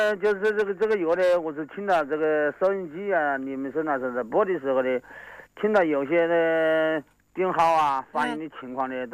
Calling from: Wuhan, Hubei, China; 我是洪山区的。

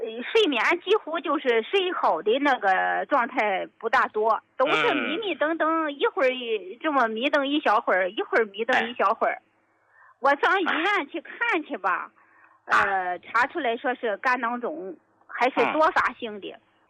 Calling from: Tai'an, Shandong, China; 我是山东的，山东泰安的听众，

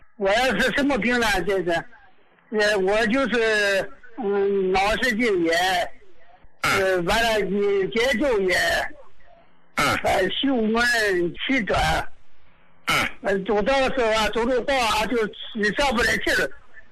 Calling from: Dalian, Liaoning, China; 我是大连的。

